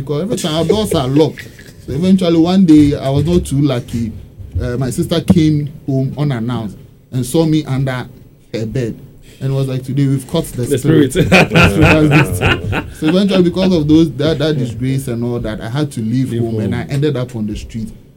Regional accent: Tema, Greater Accra, Ghana; I grew up in Tema. Come to one side, 21 to be specific.

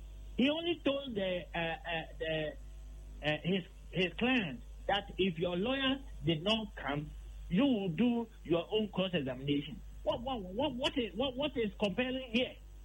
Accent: Ghana; When I listen to what is going on in the air in Ghana, I don't feel like being a Ghanaian.

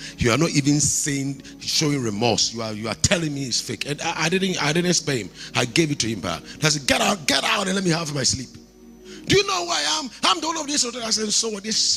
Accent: Kumasi, Ashanti, Ghana; I come from Kumasi.

